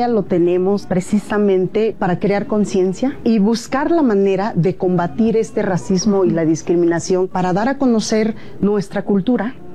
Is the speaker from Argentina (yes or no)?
no; Mexico; first language Amuzgo; Spanish is a second language; De donde yo vengo, pensaba que se hablaba, en mi caso, que yo hablo el amuzgo, pensé que aquí también se hablaba.